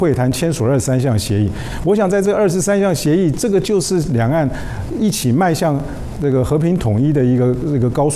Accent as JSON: {"language": "Chinese", "country": "Taiwan", "said": "我们台湾人民"}